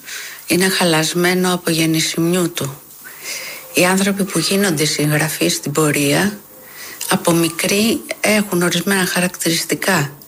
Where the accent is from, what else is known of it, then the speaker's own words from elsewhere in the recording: Athens, Attica, Greece; born there; also born or lived in Alexandria, Egypt; Εγώ γεννήθηκα στην Αλεξάνδρεια, αλλά ήρθα 6 μηνών στην Κυψέλη, σε ένα σπίτι στη Λίμνου που τώρα λέγεται Λέλας Καραγιάννη.